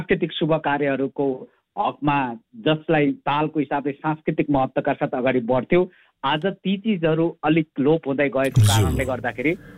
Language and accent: Nepali; Terhathum, Koshi Province, Nepal; born or raised there